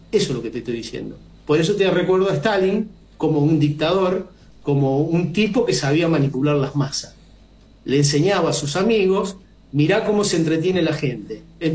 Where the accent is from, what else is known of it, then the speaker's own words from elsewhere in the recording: Argentina; Somos argentinos y argentinas que vivimos en este país